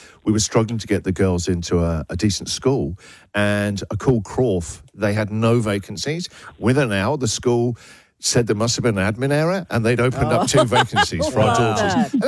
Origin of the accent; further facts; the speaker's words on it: Australia; Yeah, as Australian, you don't need to worry too much about spellings.